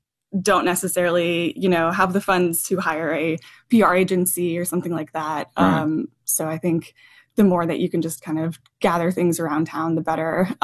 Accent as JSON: {"language": "English", "town": "Durham", "region": "North Carolina", "country": "United States", "tie": "born or raised there", "said": "I grew up in Durham and was kind of coming of age when Only Burger was all the rage and Pie Pushers"}